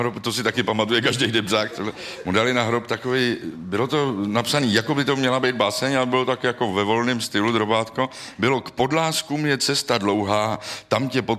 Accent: Debř, Central Bohemian Region, Czechia; U nás v Debři byl hezký

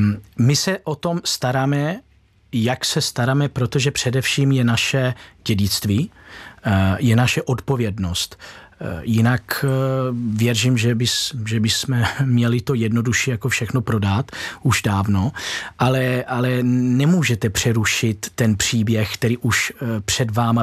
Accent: Italy; now in Czech Republic; jsem vyrostl v Itálii, kde moje jméno bylo pouze divný.

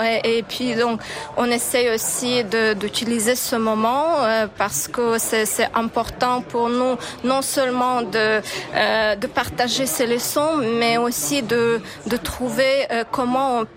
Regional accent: Ukraine; je suis ukrainienne

